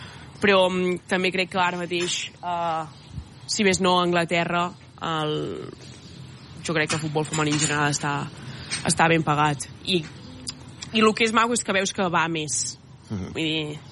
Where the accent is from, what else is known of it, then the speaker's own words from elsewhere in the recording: Catalonia, Spain; moved away as an adult; now in England; sóc catalana